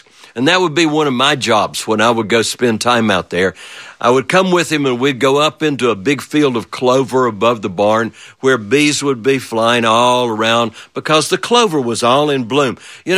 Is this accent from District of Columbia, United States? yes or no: no; North Carolina, United States; When I was a little boy, I grew up in the Smoky Mountains in North Carolina.